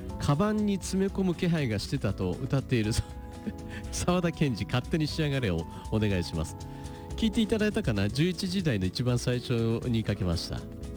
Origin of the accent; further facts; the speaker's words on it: Itabashi, Tokyo, Japan; 私の地元のね先輩って言っても面識はあるんですけど、板橋区で